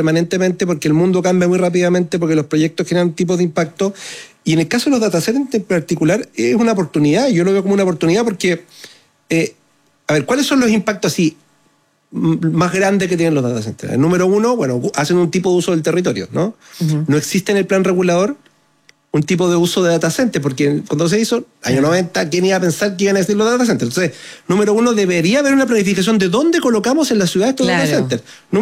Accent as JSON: {"language": "Spanish", "country": "Chile"}